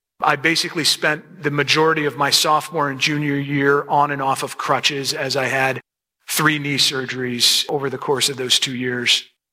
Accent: Chicago, Illinois, United States; now in Detroit, United States; Yeah, I know I live in Detroit area, but I grew up in Chicago, and so I was a Bears fan.

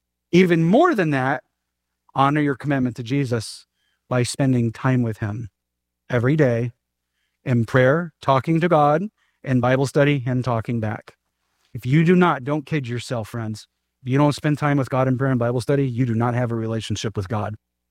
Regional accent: United States; I'm American. Amen? I love this country.

